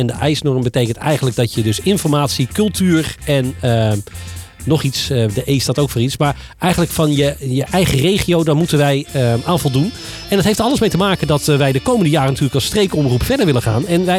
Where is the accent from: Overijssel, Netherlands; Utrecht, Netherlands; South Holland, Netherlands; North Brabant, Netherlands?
Utrecht, Netherlands; Amersfoort; we hebben natuurlijk ook Amersfoort, waar ik vandaan kom.